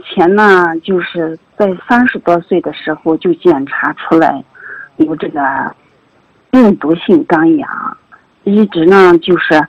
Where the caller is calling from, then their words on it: Zhangye, Gansu, China; 我来自甘肃张掖